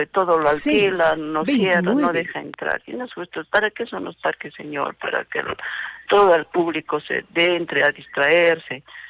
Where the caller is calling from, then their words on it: Arequipa, Peru; Soy una pobladora de Villa Asunción, de Alto Selva Alegre.